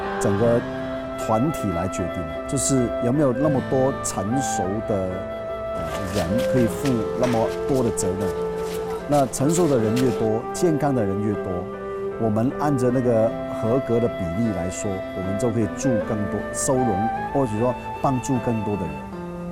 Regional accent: Hong Kong; moved away as an adult; now in Kaohsiung, Taiwan; 我来台湾已经26年，但是我也拿了身份证了，所以我是扎港的台湾人。

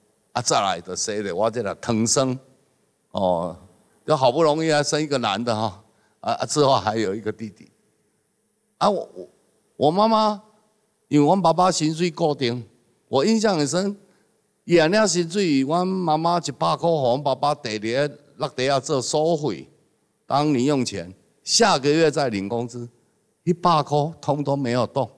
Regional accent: Tainan, Taiwan; 我也是台南的乡亲客家。我爸爸，伊伫客家，

